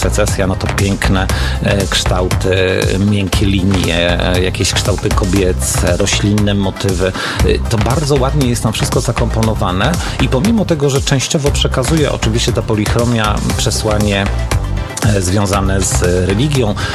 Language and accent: Polish; Płock, Masovian Voivodeship, Poland